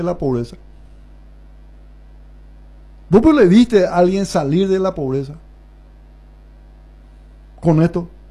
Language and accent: Spanish; Paraguay; tenemos que hablar como paraguayos.